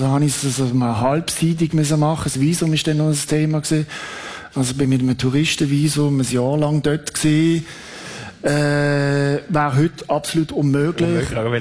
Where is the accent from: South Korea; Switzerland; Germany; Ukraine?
Switzerland; schau, ich bin Schweizer, ich bin neutral